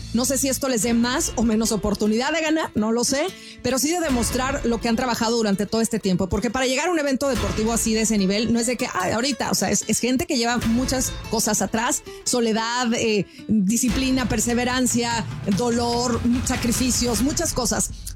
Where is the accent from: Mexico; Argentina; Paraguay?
Mexico; yo soy mexicana